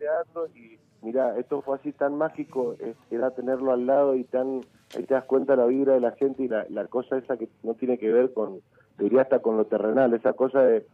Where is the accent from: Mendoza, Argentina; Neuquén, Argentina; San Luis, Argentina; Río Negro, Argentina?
Mendoza, Argentina; Que son parte de tu vida, son parte de nada, más siendo músico y siendo mendocino, ¿no?